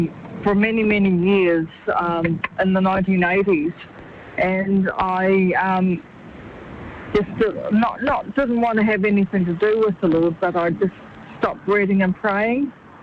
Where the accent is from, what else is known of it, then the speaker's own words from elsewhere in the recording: Auckland, New Zealand; now in Huntly, New Zealand; I've been a Christian since 1977. I'm originally from Auckland. I live down in Huntley now.